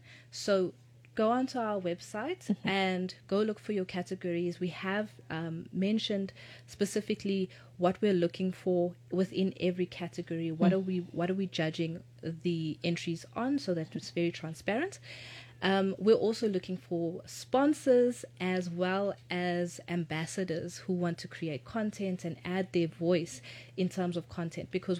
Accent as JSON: {"language": "English", "country": "South Africa", "said": "And we, as South African women, are supporting South African, international women in sport"}